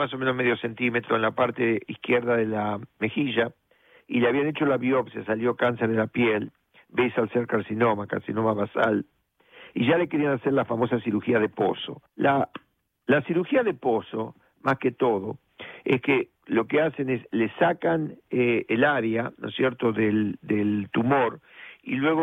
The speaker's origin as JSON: {"language": "Spanish", "town": "La Plata", "region": "Buenos Aires Province", "country": "Argentina", "tie": "born or raised there", "moved": "yes", "lives_now": "New York, United States", "said": "cuando yo era chiquito, allá en La Plata, ¿no?, con mi papá, que teníamos la tienda Sara, enfrente del ferrocarril Roca"}